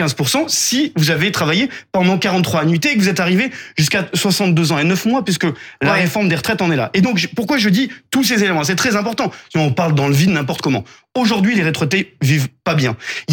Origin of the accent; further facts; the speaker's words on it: Auvergne-Rhône-Alpes, France; moi, je viens de Haute-Loire.